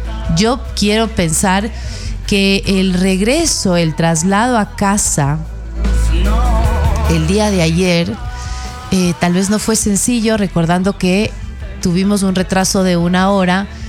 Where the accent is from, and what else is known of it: Ecuador